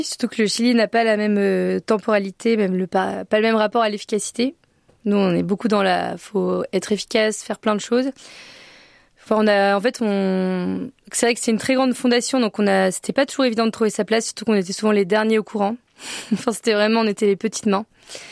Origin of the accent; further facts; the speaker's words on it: France; en tant que Français, Européen